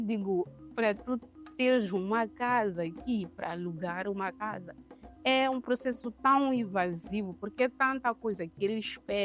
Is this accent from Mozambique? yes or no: yes; Mozambique; now in France; Então, quando digo sou de Moçambique, dizem, Moçambique, onde que é? Eu não conheço. Que língua falam? Então, é interessante ser mulher e ser moçambicana a viver na França por causa disso.